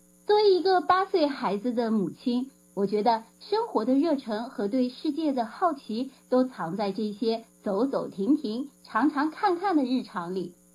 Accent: Xinjiang, China; 因为我是新疆人啊，那我是汉族，但是我从小出生和长大在新疆

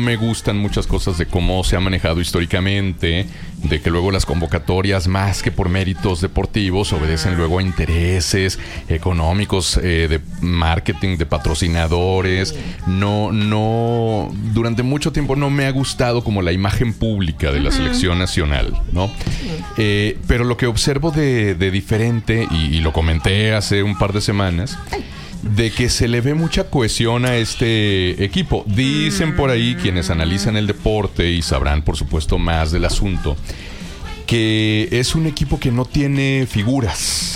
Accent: Mexico

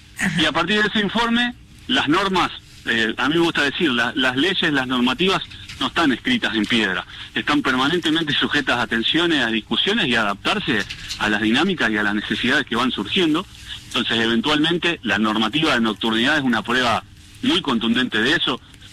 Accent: Santa Fe, Argentina; yo como santafesino, como orgulloso santafesino, vecino de mi barrio del Centenario

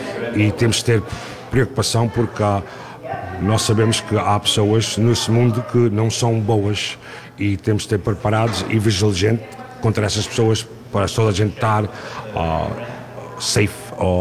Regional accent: Portugal; now in Newark, United States; Temos restaurantes, lojas, pastelarias, padarias, tudo portuguesas. Eu até sou português.

